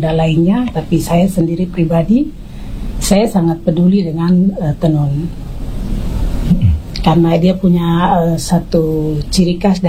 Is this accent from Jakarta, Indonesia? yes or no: no; Southwest Papua, Indonesia; Karena saya Bu Mama ini perempuan Mebrat. Marga saya memang orang Jayapura. Saya Bu Mama orang Mebrat.